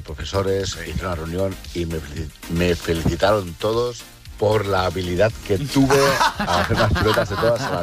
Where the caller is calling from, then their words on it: Lleida, Catalonia, Spain; de Lleida.